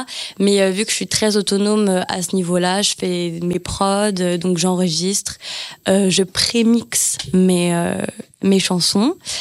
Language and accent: French; Champigny-sur-Marne, Île-de-France, France; Je suis originaire du 9-4, par contre. Je viens de Champigny-sur-Marne. Donc, c'est une autre banlieue de Paris.